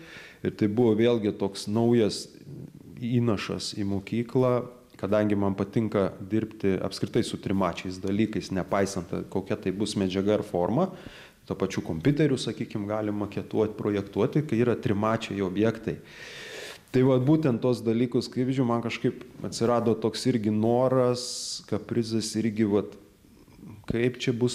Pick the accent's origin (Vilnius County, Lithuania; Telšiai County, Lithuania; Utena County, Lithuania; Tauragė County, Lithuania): Telšiai County, Lithuania; Telšiai; born there; now in Kaunas, Lithuania; Tai čia, taip pajokaujant, gimiau Telšiuose, truputį sakau, baigsiu čia studijas fakultete ir taip ir pasilikau.